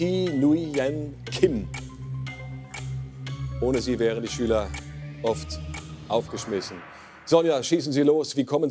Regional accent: Offenbach, Hesse, Germany; Und die Susanne aus meiner Heimatstadt Offenbach hat es auch richtig erkannt.

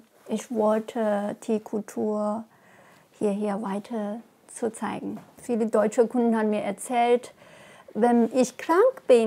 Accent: Yunnan, China; German is a second language; moved away as an adult; now in Germany; Ich bin sozusagen in Teeplantage groß geworden

